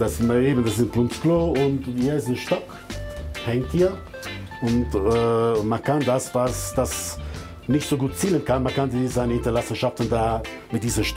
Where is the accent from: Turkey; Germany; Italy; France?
Italy; ich als Italiener